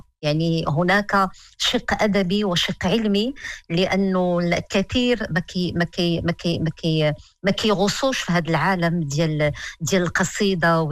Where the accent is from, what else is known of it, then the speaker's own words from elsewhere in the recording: Morocco; accent: Moroccan Darija; أن أترك بلدي المغرب.